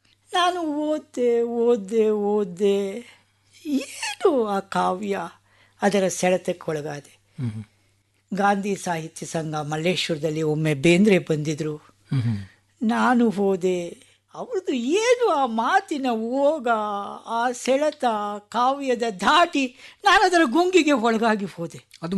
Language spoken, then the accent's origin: Kannada; Bengaluru, Karnataka, India; ನಾನು ಬೆಂಗಳೂರು ಸಾರ್ ಅಂದೆ.